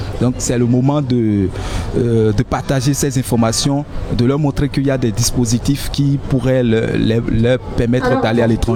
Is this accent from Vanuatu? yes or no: no; Benin; moved away as an adult; now in France; je viens du Bénin